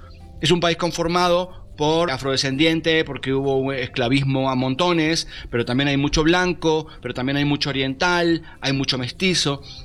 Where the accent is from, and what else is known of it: Argentina